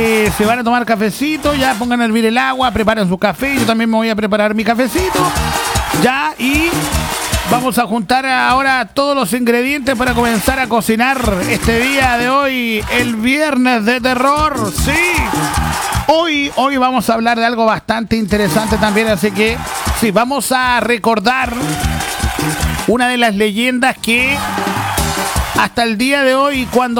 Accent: Chile; Ya, somos chilenos, hablamos bien.

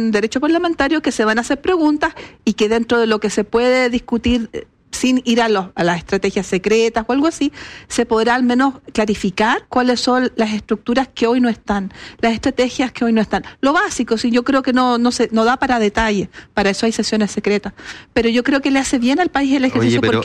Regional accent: Chile; Somos todos chilenos.

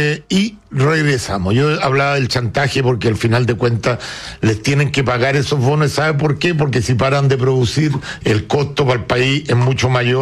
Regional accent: Chile; si nosotros somos dueños de Codelco, todos los chilenos

